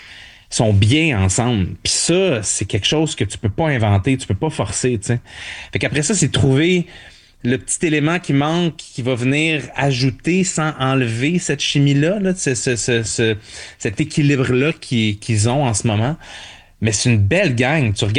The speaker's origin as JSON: {"language": "French", "town": "Montreal", "region": "Quebec", "country": "Canada", "tie": "born there", "said": "Ben, moi, je suis né à Montréal, fait que j'étais un peu"}